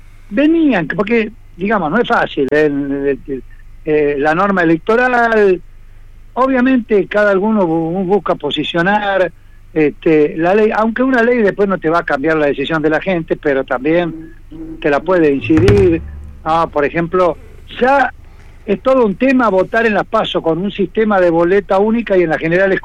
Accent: Sunchales, Santa Fe, Argentina; moved away; yo que soy del interior, de Sunchales

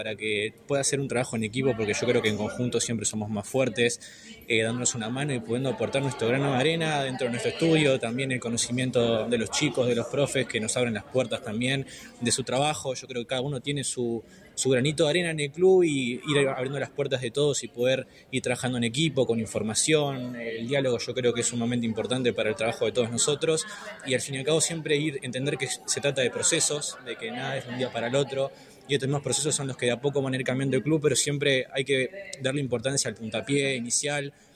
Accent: Uruguay; soy uruguayo

